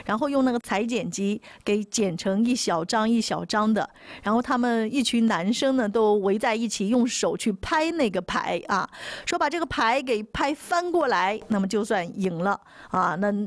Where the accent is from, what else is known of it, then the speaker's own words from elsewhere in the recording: Guangdong, China; 我们广东话叫扮舅舅